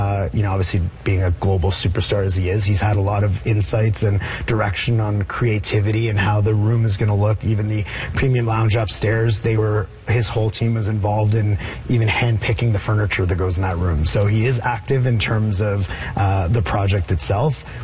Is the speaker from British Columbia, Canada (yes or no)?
no; Ottawa, Ontario, Canada; I mean, I'm from Ottawa